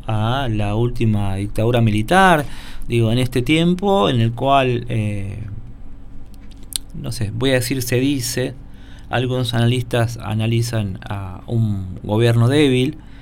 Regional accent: Argentina; nuestra historia como argentina

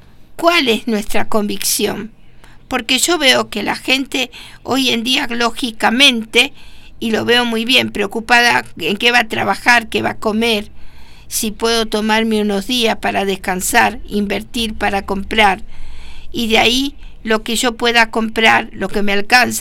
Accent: Argentina; Nosotros los argentinos

